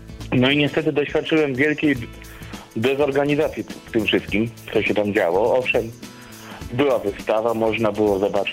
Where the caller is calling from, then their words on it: Lublin, Lublin Voivodeship, Poland; dzwonię z Lublina.